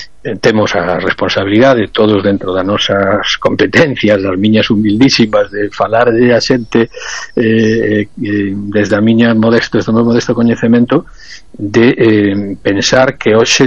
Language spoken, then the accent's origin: Galician; Galicia, Spain; tamén unha responsabilidade como europeos que somos, españoles que somos e galegos que somos